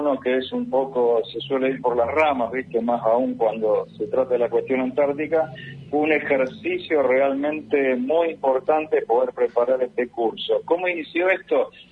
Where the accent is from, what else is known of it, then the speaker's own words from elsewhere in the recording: Patagonia, Argentina; como patagónicos y como argentinos, la iniciativa de Andrés realmente es muy, muy bienvenida